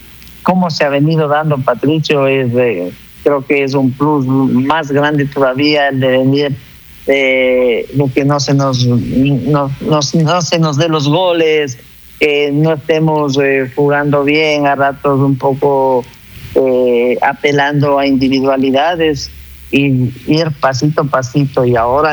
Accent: Ecuador

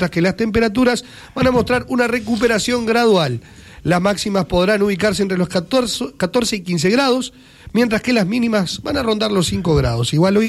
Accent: Uruguay

